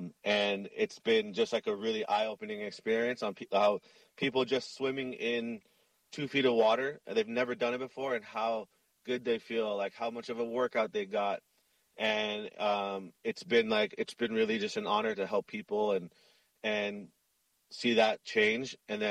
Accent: Makaha, Hawaii, United States; Growing up in Makaha and seeing these guys use literally anything to surf

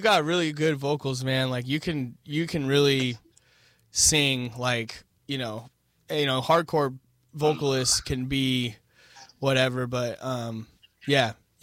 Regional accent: Corona, California, United States; moved away; I grew up in Corona. So that's how I got to see the Warriors. I could skate to Showcase Theater from my house.

